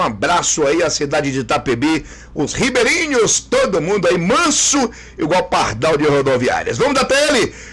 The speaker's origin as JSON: {"language": "Portuguese", "town": "São João do Paraíso", "country": "Brazil", "tie": "born there", "said": "eu nasci ali em São João do Paraíso e morei diversos anos na beira do Rio Pardo, Riacho Doce, o Cacá, o Acari"}